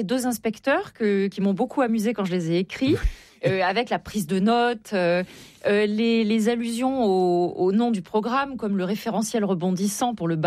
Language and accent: French; Auvergne-Rhône-Alpes, France; Donc, je suis auvergnate et mes parents, lorsque nous étions enfants, dans les années 70, souhaitaient nous montrer autre chose que la campagne